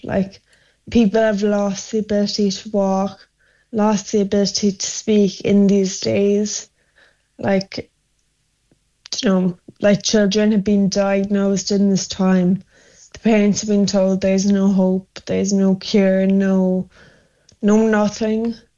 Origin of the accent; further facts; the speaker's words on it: Ireland; I'm Irish